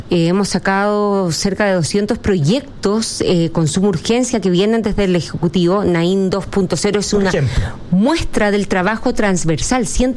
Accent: Chile; en estos días que estamos de fiesta, que nos unimos como chilenos, yo quiero ver a un país que tiene esperanza

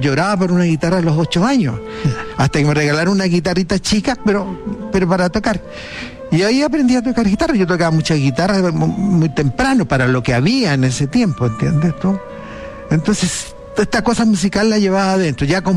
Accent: Iquique, Tarapacá, Chile; also born or lived in United States; Yo había leído Inostrosa cuando era chico en Iquique. Usted haber tenido 9 años, 10 años, de ahí El Combate Anal de Iquique, se me caían las lágrimas.

